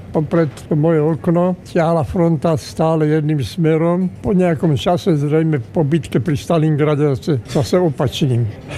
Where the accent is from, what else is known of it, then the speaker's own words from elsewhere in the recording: Senica, Trnava Region, Slovakia; also born or lived in Žilina / Púchov; Ja som prežil detstvo v rozličných mestách. Narodil som sa v Žiline, ale do Žiliny som sa prišiel narodiť z Púchova. V Púchove som žil, potom sa presťahovali do Senice.